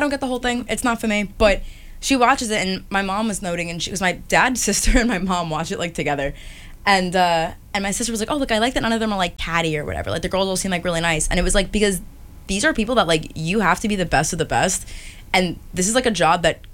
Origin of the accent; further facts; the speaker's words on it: Marlboro, United States; So I'm from Marlboro. I live in a very Jewish community. Yeah. And there's a lot of Hasidic people, like, in my development.